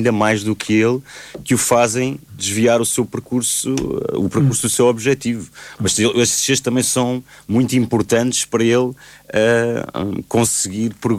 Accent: Portugal; a identidade do nosso país e de nós como portugueses.

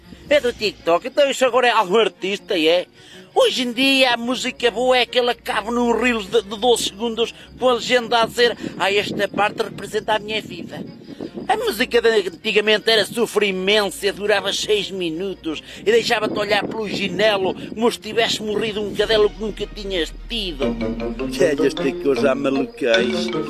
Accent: Valdacife, Bragança, Portugal; Já tenho idade para ter juízo e venho de Valdacife, ali do Nordeste Transmontano.

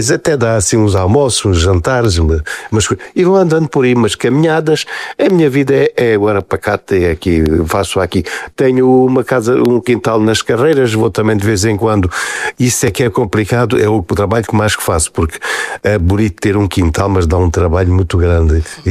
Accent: Alvarões, Portugal; now in Portalegre, Portugal; Bom, eu nasci em Alvarões, em 1952.

